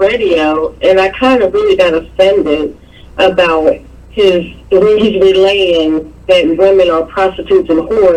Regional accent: Philadelphia, Pennsylvania, United States; I was raised in Germantown, Huntington Park

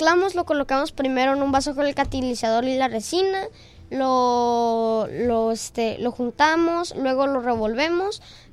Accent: Tijuana, Baja California, Mexico; also born or lived in United States; No, nací en Estados Unidos.

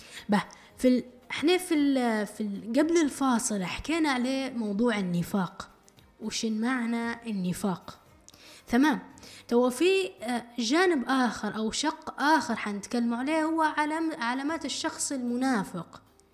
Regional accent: Libya; accent: Libyan; يعني نقول إحنا بلهجتنا الليبية

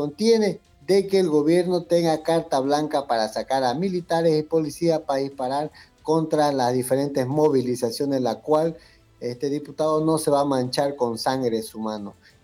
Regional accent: Bolivia; quienes están sufriendo hoy somos todos los bolivianos

